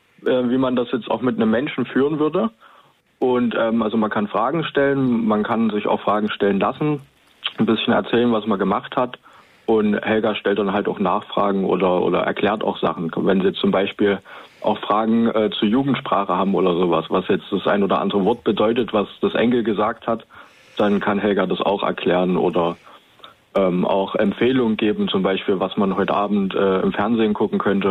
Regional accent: Leipzig, Saxony, Germany; Also wir kommen aus Leipzig, wir sind tatsächlich also in Ostdeutschland zugange.

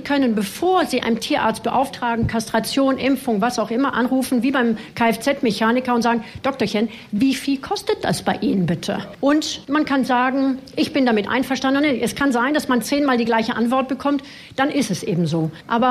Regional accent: France; Aber das Gehalt, ich bin Französin

